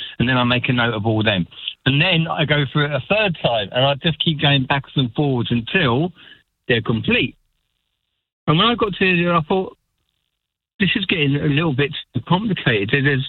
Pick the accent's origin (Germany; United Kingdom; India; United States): United Kingdom; England; moved away as an adult; now in Ireland; Well, as an Englishman, yeah, we have those two forms of ID, which is our driving licence. And it took me, and I kid you not, 29 years in this country, because I only did it last year.